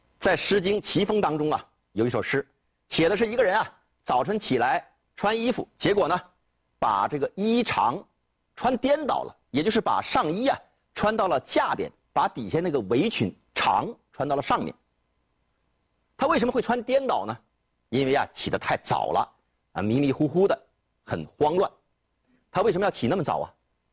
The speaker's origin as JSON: {"language": "Chinese", "country": "China", "said": "我们中国人"}